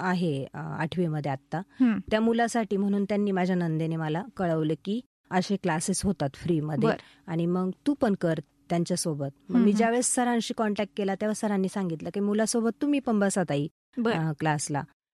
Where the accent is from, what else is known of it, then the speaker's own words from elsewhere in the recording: Ramache Pimpalas, Maharashtra, India; moved away as an adult; also born or lived in Sogras, Chandwad taluka / Karanjgaon; now in Nashik, India; माझं माहेर रामाचे पिंपळस आहे.